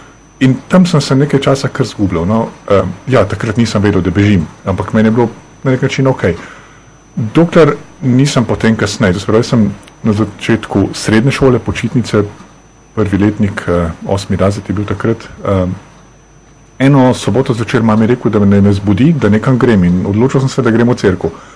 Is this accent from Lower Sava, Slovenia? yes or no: no; Škofja Loka, Upper Carniola, Slovenia; Izhajam iz Škofje Loke, iz ene, jaz vedno pravim, povprečne slovenske družine, imam brata, ki je 5 let starejši od mene.